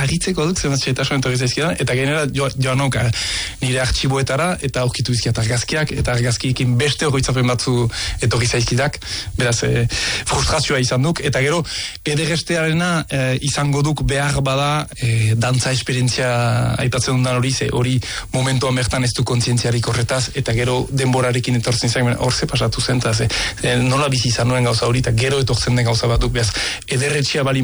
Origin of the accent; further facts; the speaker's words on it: Donazaharre, Nouvelle-Aquitaine, France; Ez? Donazaharrekoa.